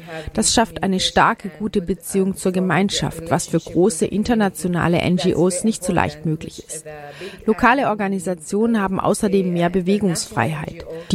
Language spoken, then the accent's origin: German; Syria; Als Syrerin bin ich überall in Syrien gewesen, an der Küste